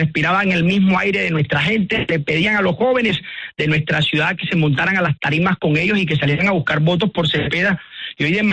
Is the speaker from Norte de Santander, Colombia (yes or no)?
no; Barranquilla, Atlántico, Colombia; y como barranquillero yo no voy a permitir eso. El que se meta con Barranquilla se mete conmigo, se mete con los barranquilleros, porque esta ciudad nos ha costado mucho.